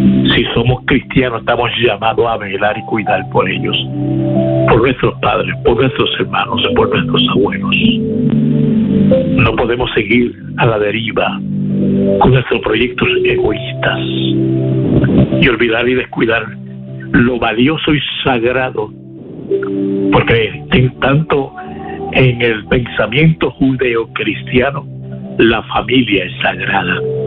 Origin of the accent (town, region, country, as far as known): Puerto Rico